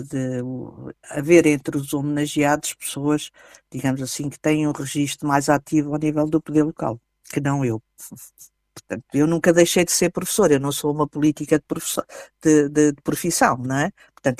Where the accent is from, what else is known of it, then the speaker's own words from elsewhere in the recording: Fundão, Centro, Portugal; é o município da minha terra, naquela onde nasci, onde vivi e onde vivo.